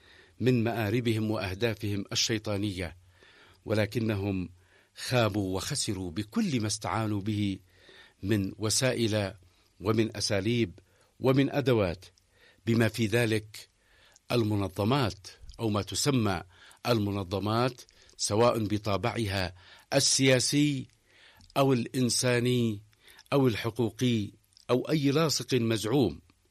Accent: Yemen; نحن كيمنيين

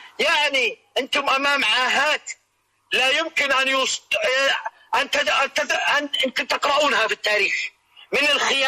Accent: Saudi Arabia; لم نرد ولم نفتح مساحة أبدا كسعوديين

